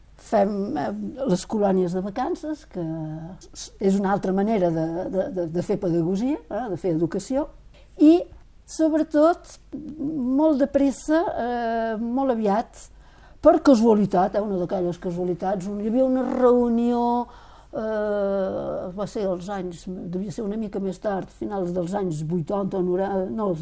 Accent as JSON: {"language": "Catalan", "region": "Catalonia", "country": "Spain", "moved": "yes", "lives_now": "France", "said": "jo vinc de Catalunya."}